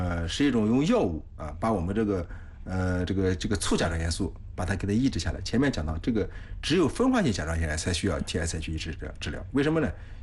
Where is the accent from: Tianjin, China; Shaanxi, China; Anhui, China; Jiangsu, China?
Anhui, China; 姬老师也是我们安徽人啊